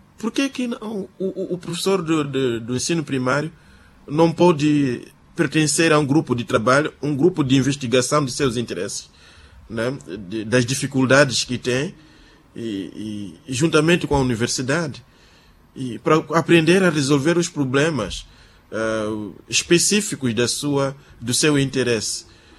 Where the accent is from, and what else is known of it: Mozambique